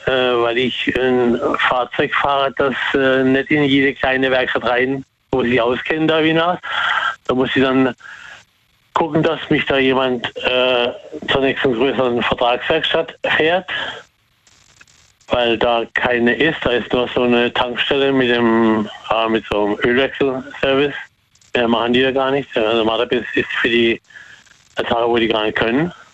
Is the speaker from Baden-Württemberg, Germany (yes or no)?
yes; Muggensturm, Baden-Württemberg, Germany; Ja, ich komme aus Muggensturm.